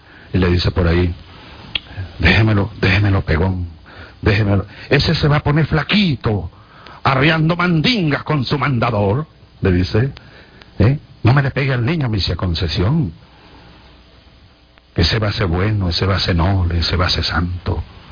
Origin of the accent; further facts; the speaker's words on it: Barinas, Venezuela; De un poeta de mi tierra llanera, de Barinas